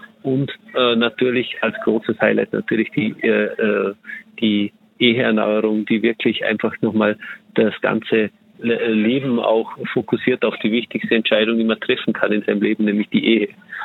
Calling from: Dornbirn, Vorarlberg, Austria

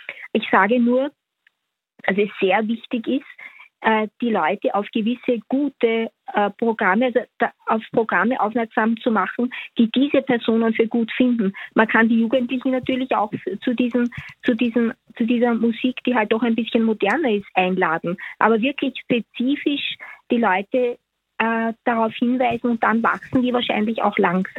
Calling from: Vienna, Austria; Ich rufe aus Wien an.

